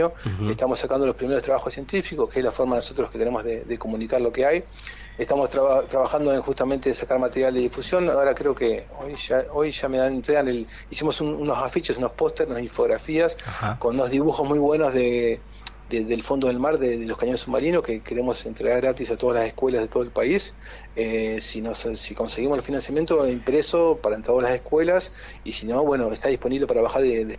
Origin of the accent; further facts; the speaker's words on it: Argentina; competitivos somos de argentinos